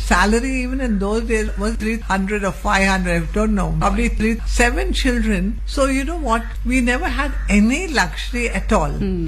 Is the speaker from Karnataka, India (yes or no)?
yes; Karnataka, India; they were surprised that I could even speak English because I came from Karnataka, you know, wondering which part I came from.